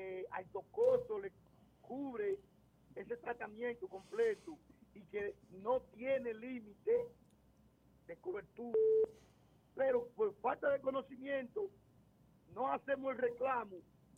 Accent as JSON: {"language": "Spanish", "country": "Dominican Republic", "said": "Muchas veces, nosotros como dominicanos, las leyes nos confieren muchos derechos"}